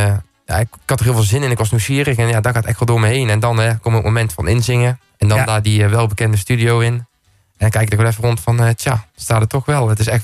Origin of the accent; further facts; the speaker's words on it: Oss, North Brabant, Netherlands; Want ik kom uit Os.